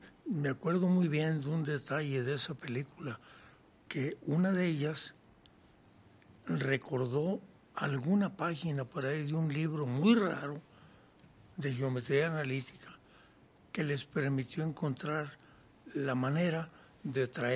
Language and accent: Spanish; Mexico; yo como mexicano